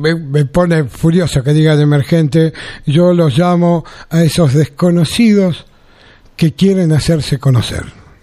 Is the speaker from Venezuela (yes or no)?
no; Argentina